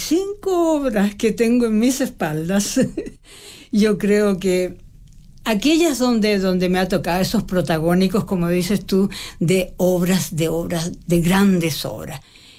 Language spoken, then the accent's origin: Spanish; Chile; also born or lived in Mexico; Pero soy chilena, pero tengo nacionalidad chilena, porque yo nací en México, mis papás fueron exiliados de la Guerra Civil Española a México, y nací en México, y mi papá tenía unos parientes en Chile, y cuando yo tenía 7 años, decidió venir a Chile